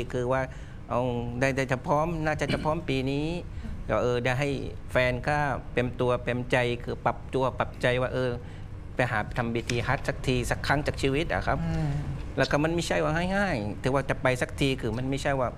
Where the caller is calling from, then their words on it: Hat Yai, Songkhla, Thailand; เราเป็นคนใต้คนหาดใหญ่